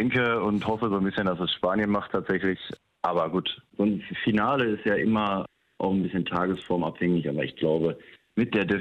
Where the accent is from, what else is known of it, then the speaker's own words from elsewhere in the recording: Germany; Aber wünschen wird man sich natürlich als Deutscher, klar.